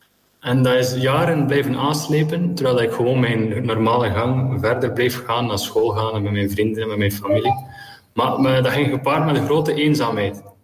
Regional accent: Bruges, West Flanders, Belgium; now in Syria; Ik ben monnik en priester in een klooster in Syrië. Het klooster van Mariakoub. Ik ben afkomstig uit Brugge. En ik woon hier al 14 jaar.

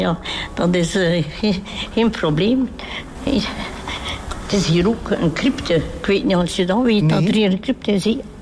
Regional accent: Nieuwpoort, Flanders, Belgium; Van aan de kust, van Niepoort ben ik.

